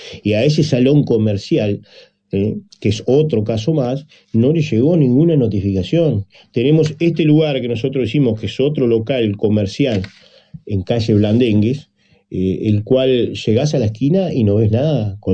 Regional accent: Artigas, Uruguay

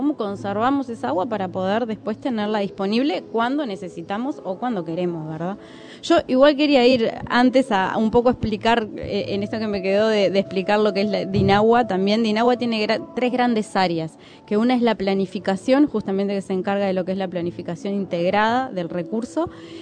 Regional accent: Uruguay; Los uruguayos tenemos

